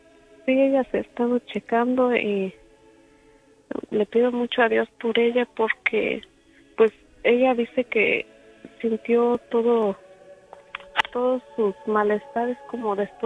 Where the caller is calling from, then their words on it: Fairfield, California, United States; Estoy llamando desde Fairfield, California.